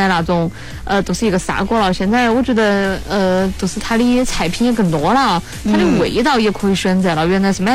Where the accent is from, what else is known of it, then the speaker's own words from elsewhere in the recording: Chongqing, China; 就是我们重庆人狠狠的蹭了一波流量哈